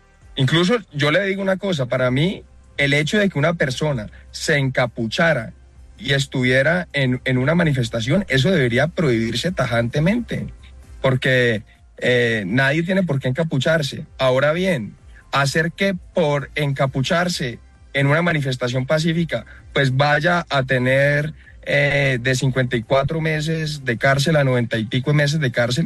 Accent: Cali, Valle del Cauca, Colombia; porque además yo soy de Cali

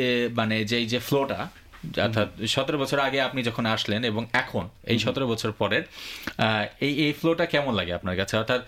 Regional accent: Bangladesh; now in Australia; আমরা বাঙালি, আমরা বাংলাদেশ থেকে এসেছি, কিন্তু আমরা কিন্তু একই সাথে অস্ট্রেলিয়ান নাগরিকও

